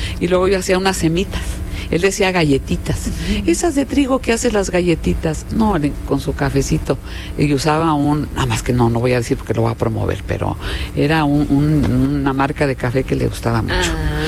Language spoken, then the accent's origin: Spanish; Pachuca, Hidalgo, Mexico; Yo soy de Pachuca